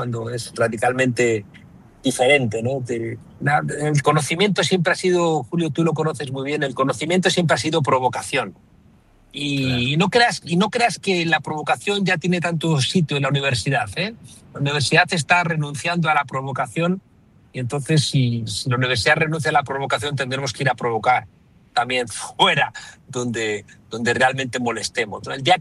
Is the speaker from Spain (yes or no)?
yes; Spain; en España, en mi país